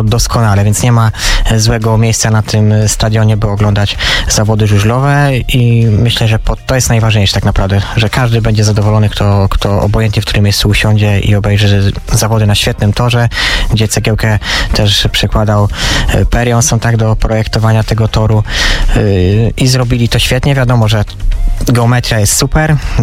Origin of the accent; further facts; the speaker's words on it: Toruń, Kuyavian-Pomeranian Voivodeship, Poland; born or raised there